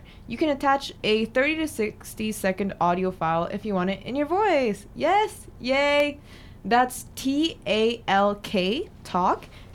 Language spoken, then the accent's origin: English; Mexico; I'm from Mexico.